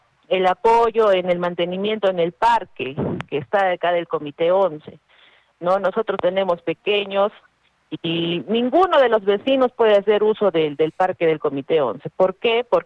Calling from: Arequipa, Peru; yo soy una de Colorado

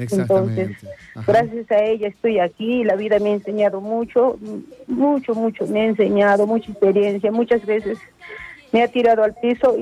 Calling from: Sachaca, Arequipa, Peru; Le estoy llamando de Sachaca.

